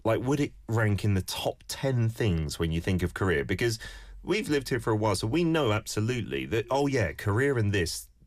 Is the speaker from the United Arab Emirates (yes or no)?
no; London, United Kingdom; Because I grew up in North London, and even now, there's not a massive population of Koreans in London compared to the West Coast.